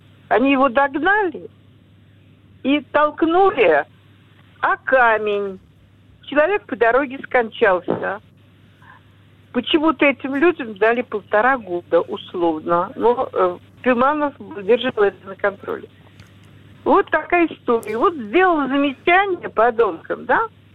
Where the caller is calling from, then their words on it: Moscow, Russia; Я звоню из Москвы.